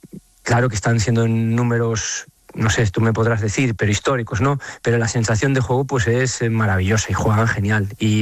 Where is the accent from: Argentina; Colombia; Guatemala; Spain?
Spain; Galicia; no voy a responder con una pregunta como buen gallego.